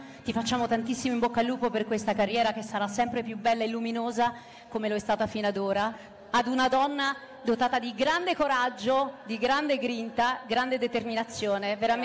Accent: Naples, Campania, Italy; io, da napoletana

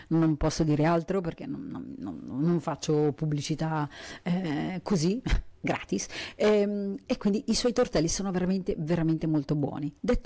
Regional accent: Crema, Lombardy, Italy; i tortelli cremaschi, che sono i tortelli tipici della mia terra.

